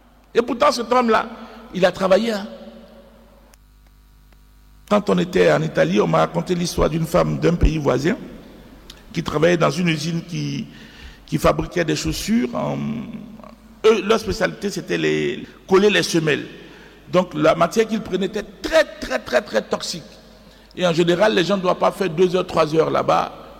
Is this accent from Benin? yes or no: no; Côte d’Ivoire; Chez nous en Côte d'Ivoire